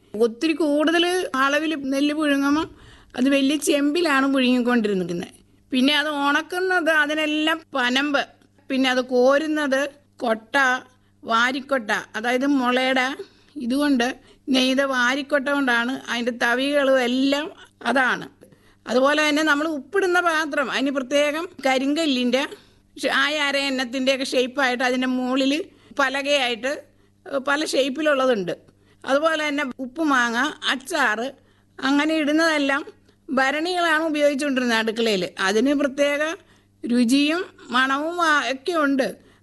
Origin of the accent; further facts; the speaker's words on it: Ernakulam, Kerala, India; moved away as an adult; now in Kuruppanthara, India; എന്റെ സ്വന്തം സ്ഥലം എറണാകുളമാണ്. അവിടെയാണ് ജനിച്ചു വളർന്നത്. എന്നെ കല്യാണം കഴിച്ചു കൊണ്ടുനിൽക്കുന്നതാണ് കുറുപ്പന്തറ.